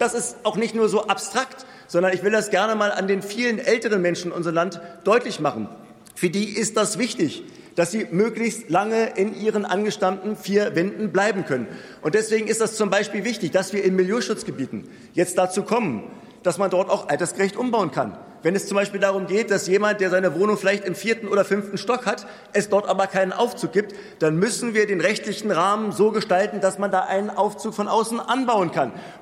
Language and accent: German; Berlin, Germany; born or raised there